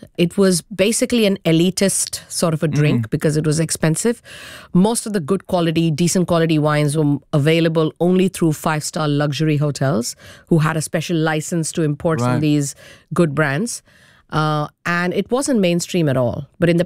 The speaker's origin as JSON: {"language": "English", "country": "India", "moved": "as an adult", "said": "as an Indian"}